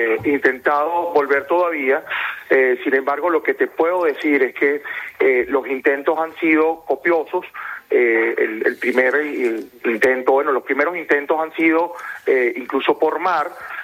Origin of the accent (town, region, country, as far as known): Venezuela